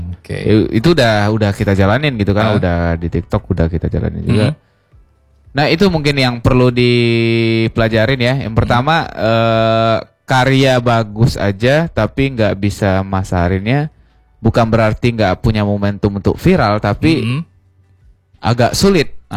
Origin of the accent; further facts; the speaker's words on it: Lipat Kain, Riau, Indonesia; saya berasal dari Kampar, Lipat Kain.